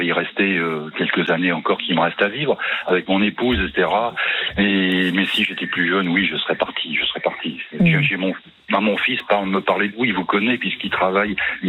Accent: Hauts-de-France, France; now in Chambéry, France; je suis du Nord, d'origine nordiste, mais là, j'habite depuis quelques années sur Chambéry.

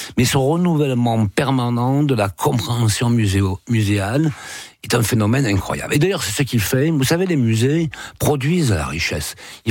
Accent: south of France, France; accent: Southern French; Vous voyez, j'ai un accent du Sud, mais ça suffit.

